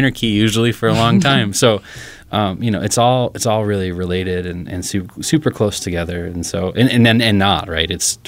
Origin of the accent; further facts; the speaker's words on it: Des Moines, Iowa, United States; now in Minneapolis, United States; Des Moines. I grew up in Des Moines.